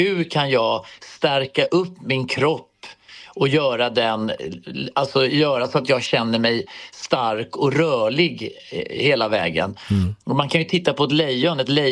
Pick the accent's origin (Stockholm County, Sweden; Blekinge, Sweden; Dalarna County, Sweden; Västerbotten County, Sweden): Blekinge, Sweden; Karlshamn; moved away; jag är ju född och uppvuxen i Karlshamn i en så här Astrid Lindgren-värld med, du vet, mamma odlade grönsaker och man gick ut och hämtade potatis och vi hade ägg och man kunde liksom få lammkött och hade egen grisa